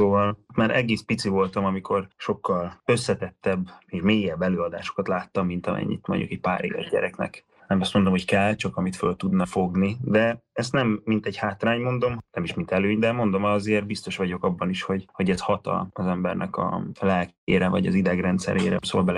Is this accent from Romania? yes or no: no; Subotica, Vojvodina, Serbia; moved away; Ami Szabadkán volt előadás, amikor én 3 és 18 éves voltam, abban a 15 évben én szerintem mindent láttam.